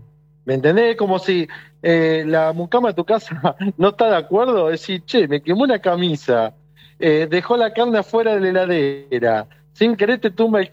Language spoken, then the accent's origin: Spanish; Irigoyen, Argentina; Las personas en Irigoyen, en mi pueblo, empiezan a trabajar de muy chicos, a los 14, 15 años.